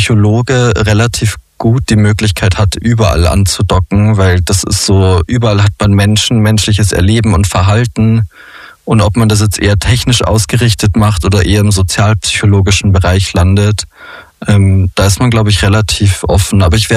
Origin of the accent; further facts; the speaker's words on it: Bavaria, Germany; now in Austria; Als Bayer ist man eh fast auch Österreicher.